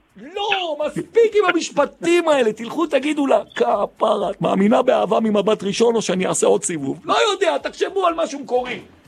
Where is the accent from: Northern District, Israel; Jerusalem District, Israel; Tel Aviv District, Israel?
Jerusalem District, Israel; Jerusalem; כי אני ירושלמי מותר לי